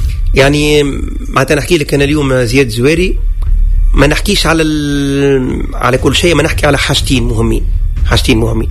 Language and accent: Arabic; Tunisia; عندنا عازف من الهند عازف من الصين من مغوليا من السويد من فرنسا ومن كوبا وانا دونك من تونس.